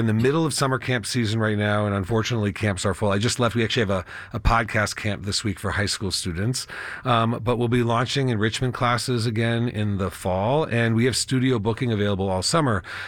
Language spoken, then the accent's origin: English; Colorado, United States; I mean, I grew up here in Colorado and went to high school here